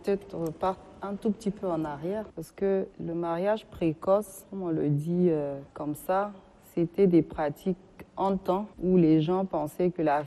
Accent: Tandjilé, Chad; je suis de la Tangilée

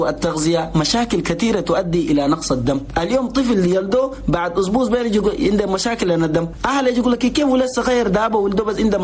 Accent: Chad; نقول لأخواننا المواطنين جميعا في بلدنا تشاد

